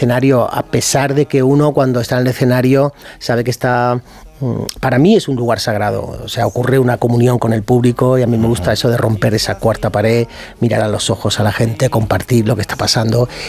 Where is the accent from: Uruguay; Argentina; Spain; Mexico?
Spain; Málaga, Andalusia; Soy de Málaga y eso se nota, claro.